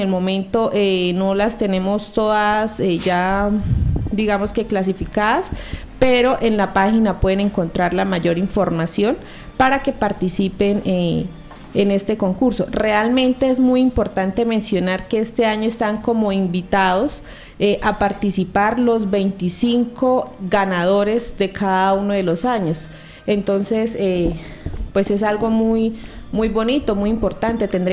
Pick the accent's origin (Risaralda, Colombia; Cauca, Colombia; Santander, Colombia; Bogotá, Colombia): Santander, Colombia; Charalá; lo que somos como municipio de Charalá, que somos gente amable, culta, berraca